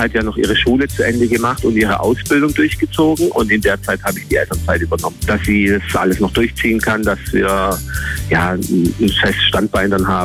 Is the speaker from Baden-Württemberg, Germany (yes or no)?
yes; Schramberg, Baden-Württemberg, Germany; ich komme aus Schramberg.